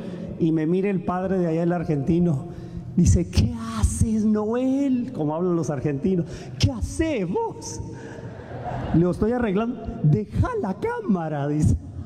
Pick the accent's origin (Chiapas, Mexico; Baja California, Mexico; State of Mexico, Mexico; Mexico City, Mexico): Baja California, Mexico; Tijuana